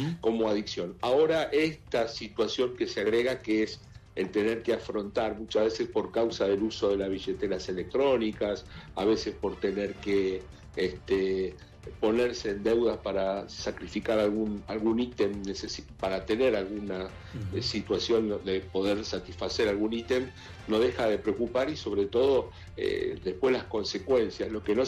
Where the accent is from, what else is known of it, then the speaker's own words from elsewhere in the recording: Argentina; nuestra vida como argentinos